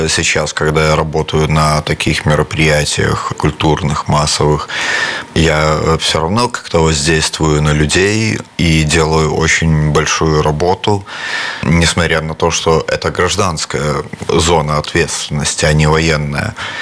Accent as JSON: {"language": "Russian", "country": "Belarus", "said": "то, что мы сделали и какой вклад в этой войне на стороне Украины мы сделали, как белорусы."}